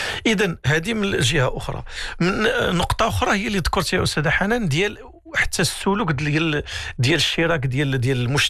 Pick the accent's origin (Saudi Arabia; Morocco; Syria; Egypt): Morocco; لان المصاريف ديال الحساب البنكي عندنا في المغرب غاليه وغاليه بزاف